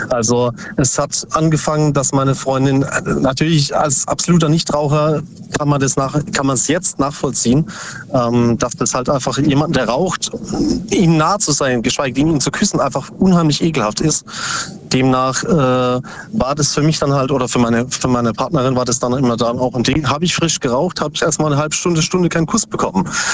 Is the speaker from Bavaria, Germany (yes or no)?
no; Bruchsal, Baden-Württemberg, Germany; Aus Substadt Bayern. Nee, Bruchsal.